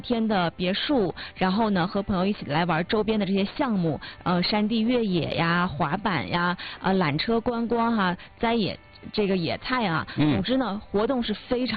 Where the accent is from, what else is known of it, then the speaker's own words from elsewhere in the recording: Jilin, China; 而且是我们吉林人都比较关注的2027年